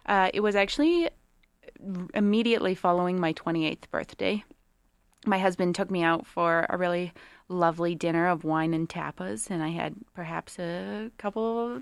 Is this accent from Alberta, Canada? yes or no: yes; Sherwood Park, Alberta, Canada; So I grew up in Sherwood Park, and from a very early age, I started doing dog agility.